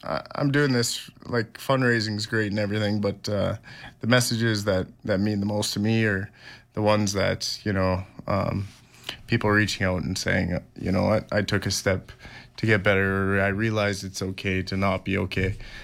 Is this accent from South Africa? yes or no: no; Dryden, Ontario, Canada; Well, so right now it's Dryden, Ontario, which is my hometown